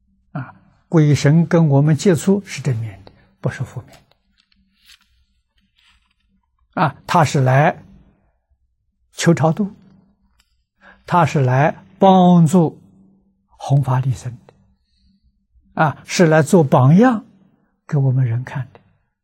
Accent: China

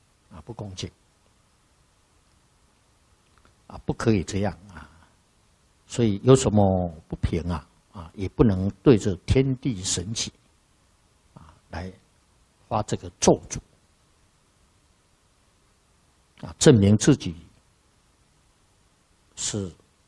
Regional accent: China; 那么在我们中国人呐，办这个酒席呀，无酒。不成席

